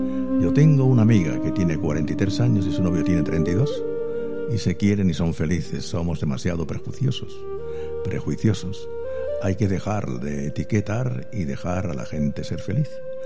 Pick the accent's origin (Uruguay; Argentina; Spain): Spain; Murcia, Region of Murcia; born there; Yo nací en Murcia, aunque nací en Murcia capital